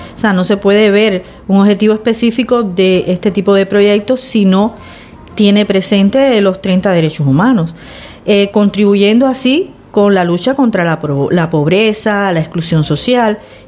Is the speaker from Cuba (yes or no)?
yes; Cuba; moved away as an adult; now in Las Palmas de Gran Canaria, Spain; soy cubana, que en Cuba hacía periodismo y periodismo en la radio